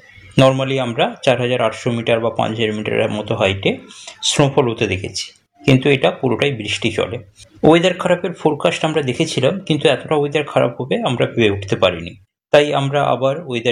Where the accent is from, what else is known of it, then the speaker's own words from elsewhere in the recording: Tamluk, West Bengal, India; আমার বাড়ি পূর্ব মেদিনীপুরে তমলুকে